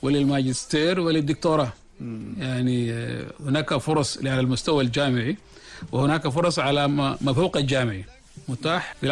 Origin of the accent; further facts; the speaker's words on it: Sudan; now in Senegal; والله يعني شرف عظيم لي أن تختارني حكومتي لأمثل بلادي السودان في جمهورية السنغال الشقيقة